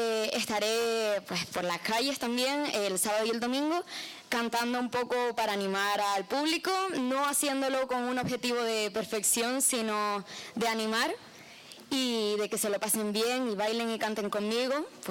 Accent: Canary Islands, Spain; me enorgullece como canaria ver que nuestra tierra

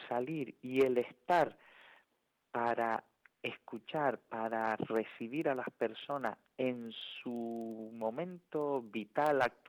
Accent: Teror, Canary Islands, Spain; soy de Teror

